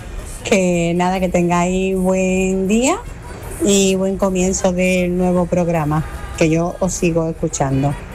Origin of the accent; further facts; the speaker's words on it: Málaga, Andalusia, Spain; Hola, buenos días. … de Málaga.